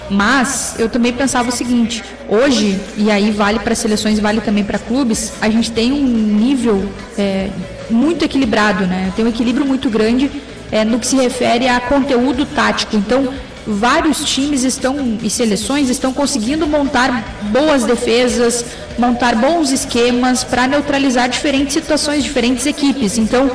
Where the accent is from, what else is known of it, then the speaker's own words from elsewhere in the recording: Vacaria, Rio Grande do Sul, Brazil; now in Rio de Janeiro, Brazil; É difícil bater a minha cidade natal, não é nem o meu estado, é a minha cidade natal.